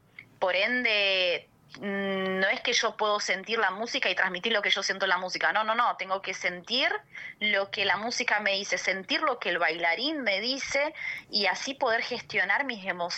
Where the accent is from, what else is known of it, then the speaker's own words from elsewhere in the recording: Argentina; born there; Por ende, yo mamé de muy chiquita tango y mi abuelo escuchaba tango y bueno, nací en Argentina, o sea que el tango es algo familiar para mí.